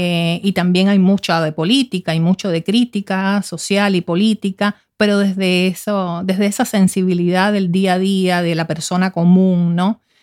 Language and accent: Spanish; Cuba; now in Norway; mi pasado en Cuba, volver a mirar a Cuba con otros ojos después de años viviendo en Noruega, y al mismo tiempo ha sido un libro que me ha hecho darme cuenta de que soy más cubana de lo que yo creía, pero que al mismo tiempo ya no lo soy tanto